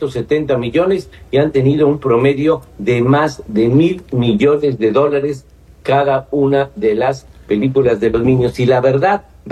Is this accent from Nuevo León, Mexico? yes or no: no; Puebla, Mexico; estoy aquí en un compromiso personal en mi ciudad de Puebla, en mi ciudad natal